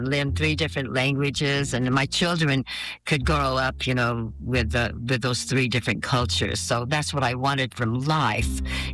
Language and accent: English; South Carolina, United States; also born or lived in California / Idaho / Iowa; I was born in California, but we soon moved to Idaho, then to Iowa for a couple of years, and then to South Carolina. So I was in the fifth grade for South Carolina, and that was what I consider my most formative years